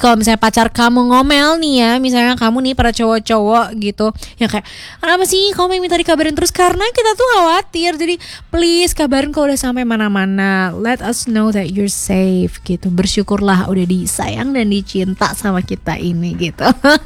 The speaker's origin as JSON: {"language": "Indonesian", "town": "Bandung", "region": "West Java", "country": "Indonesia", "said": "Jalan Sukajadi merah sih, enggak heran ya kita orang Bandung ya."}